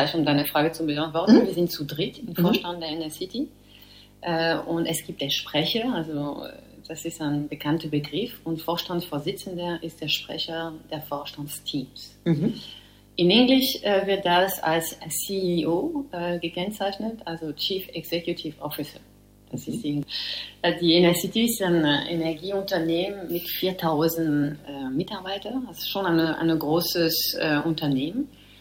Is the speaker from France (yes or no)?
yes; France; German is a second language; moved away as an adult; now in Hannover, Germany; bin ich eine deutsch-französische Frau, muss man einfach so sagen. Nach 25 Jahren in Deutschland lebe ich länger in Deutschland, als ich in Frankreich gelebt bin.